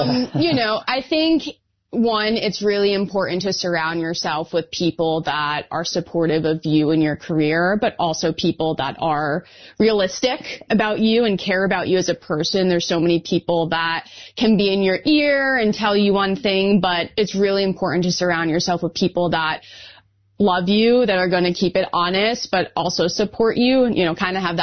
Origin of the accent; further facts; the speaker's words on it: New York, United States; I'm from New York, so US Open is a special place to me, just in my backyard.